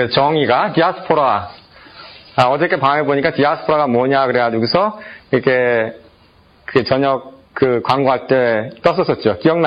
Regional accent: South Korea; born there; 여러분들 다 한국에서 태어났죠. 저도 한국에서 태어났고.

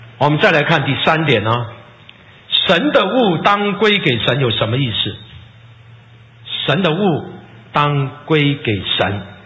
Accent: China; 我真的讲特别我们是中国人呢、在我们中国啊，

